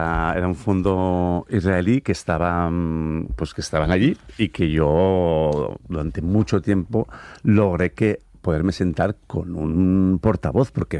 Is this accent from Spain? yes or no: yes; Valencian Community, Spain